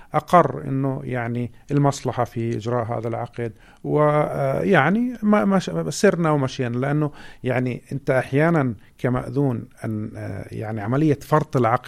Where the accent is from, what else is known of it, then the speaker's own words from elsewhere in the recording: Jordan; هذا مش موجود في عاداتنا إحنا كأردنيين.